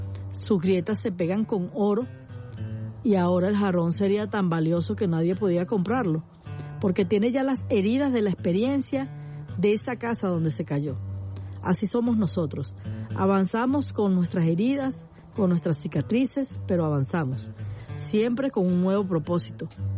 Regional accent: Venezuela; En vez de estarnos preguntando como venezolanos, ¿por qué a nosotros?

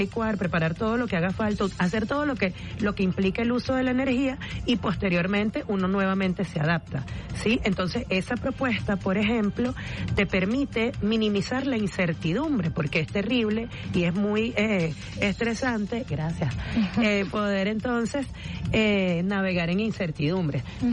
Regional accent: Los Teques, Miranda, Venezuela; yo soy allá de Los Teques

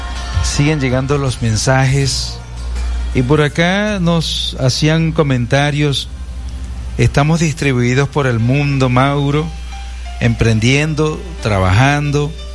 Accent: Venezuela; somos venezolanos, somos resilientes

